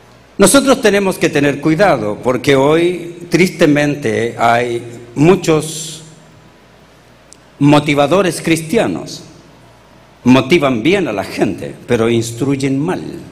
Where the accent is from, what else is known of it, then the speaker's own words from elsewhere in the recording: Chile; lo que yo aprendí como chileno